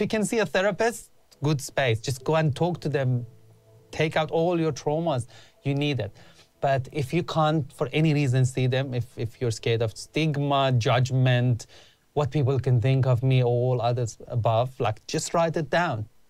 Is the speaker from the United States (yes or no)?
no; Australia; I can still eat halal food. I can still go to mosque. And I'm still Australian.